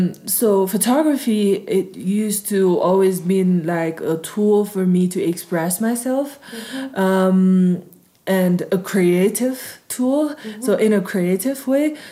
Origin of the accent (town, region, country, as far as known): Lhasa, Tibet, China; born or raised there